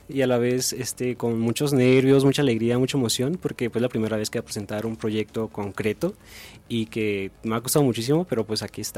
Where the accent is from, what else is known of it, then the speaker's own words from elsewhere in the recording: Guadalajara, Jalisco, Mexico; Soy de aquí de Guadalajara, vivo en la Alameda, Jalisco.